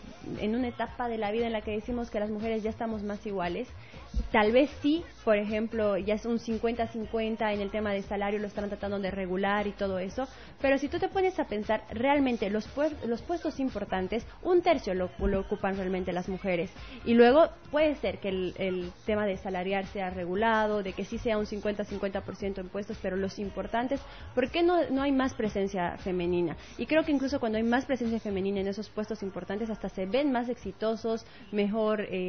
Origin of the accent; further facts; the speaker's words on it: Oruro, Bolivia; moved away as an adult; now in Cochabamba, Bolivia; amo mi tierra, amo mi carnaval